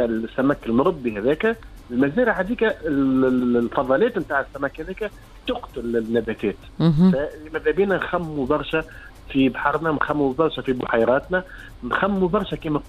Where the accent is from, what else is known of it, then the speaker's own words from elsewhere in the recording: Djerba, Medenine, Tunisia; also born or lived in Bizerte; خاطر أنا نحب البحر. أنا جربي مولود في بنزرت، معناها